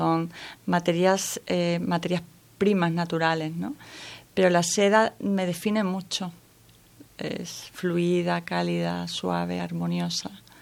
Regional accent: Seville, Andalusia, Spain; now in Costa de la Luz, Spain; Porque soy sevillana. De pura cepa, pero bueno, tengo ahí genética gaditana. Mi abuelo era de Sanlúcar de Barrameda.

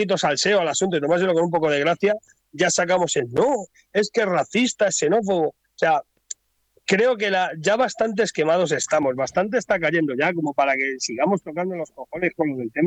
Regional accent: Spain; que ganar España el Mundial me alegra porque soy español.

